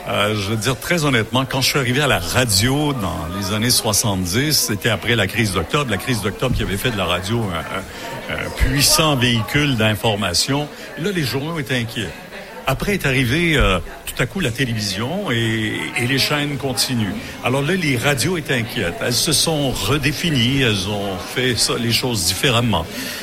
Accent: Quebec, Canada; moved away; Je viens des Bois-Francs. Je viens du centre du Québec.

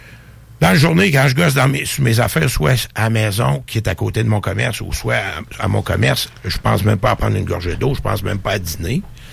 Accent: New Brunswick, Canada; born there; Ça, c'est dans mon coin que je suis né au Nouveau-Brunswick, là.

